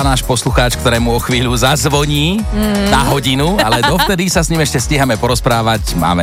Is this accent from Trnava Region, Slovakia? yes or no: yes; Trnava, Trnava Region, Slovakia; Ja som Trnavčan